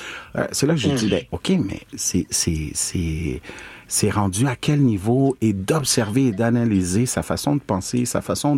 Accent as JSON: {"language": "French", "town": "Barranquilla", "region": "Atlántico", "country": "Colombia", "second_language": "French", "said": "Je disais, écoute, je viens de Barranquilla, évidemment, j'ai un penchant vraiment de voir cette artiste qu'est … car on est..."}